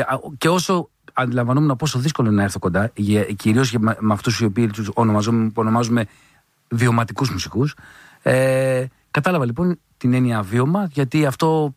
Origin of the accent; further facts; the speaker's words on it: Drama, Eastern Macedonia and Thrace, Greece; Εγώ μεγάλωσα στη Δράμα, όπου στη Μακεδονία και στη Θράκη τα διονυσιακά δρόμενα είναι